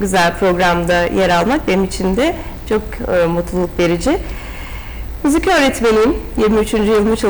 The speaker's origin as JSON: {"language": "Turkish", "region": "Ankara", "country": "Turkey", "tie": "born there", "moved": "as an adult", "lives_now": "Mersin, Turkey", "said": "Ankara doğumluyum. 10 yıldır da Mersin'de yaşıyorum."}